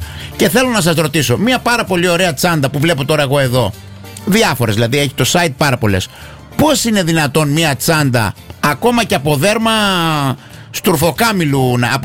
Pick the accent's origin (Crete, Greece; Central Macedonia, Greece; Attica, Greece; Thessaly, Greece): Crete, Greece; Agios Silas; Άγιος Σίλας είναι το χωριό μου